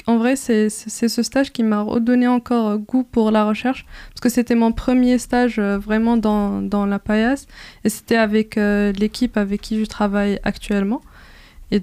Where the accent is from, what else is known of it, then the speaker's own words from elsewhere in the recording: Morocco; moved away as an adult; now in France; je suis d'origine marocaine. J'ai fait d'abord mes études au Maroc